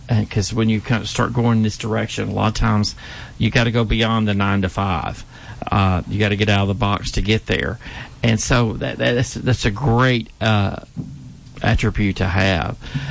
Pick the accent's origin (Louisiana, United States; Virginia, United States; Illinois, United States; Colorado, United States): Louisiana, United States; Shreveport; Well, I was born and raised here, so we like having our people move in.